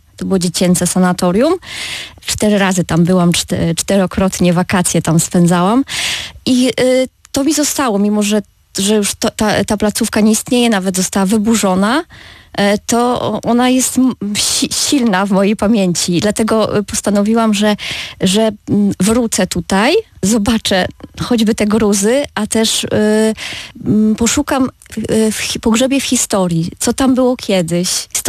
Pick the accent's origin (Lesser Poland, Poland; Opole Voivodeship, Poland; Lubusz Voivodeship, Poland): Opole Voivodeship, Poland; a że ja jestem z Opolszczyzny i chciałam pisać o tym, co najbardziej jest mi bliskie i co znam